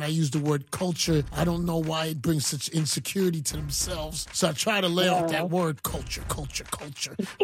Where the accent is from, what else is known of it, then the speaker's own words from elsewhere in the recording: New York City, New York, United States; You know I'm from the Bronx, right?